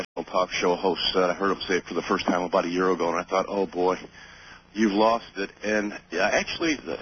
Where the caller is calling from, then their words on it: Nashville, Tennessee, United States; from Nashville.